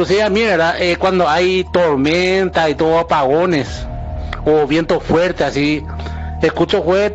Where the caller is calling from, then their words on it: Guarambaré, Central, Paraguay; la ciudad de Guarambaré.